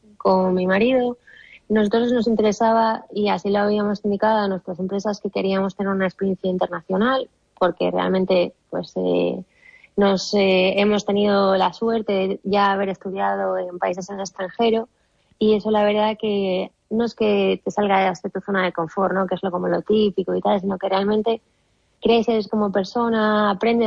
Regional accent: Spain; moved away as an adult; now in Dubai, United Arab Emirates; soy la única española

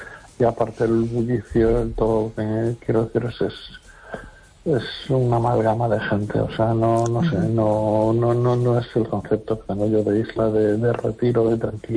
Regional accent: Las Palmas de Gran Canaria, Canary Islands, Spain; soy pueblo canario. Yo en las Canarias, en la Palma de Gran Canaria

